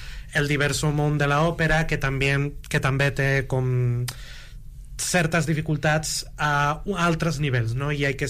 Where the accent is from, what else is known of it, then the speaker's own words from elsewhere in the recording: Málaga, Andalusia, Spain; Per exemple, que jo sóc del sur, sóc d'Andalusia, de Màlaga concretament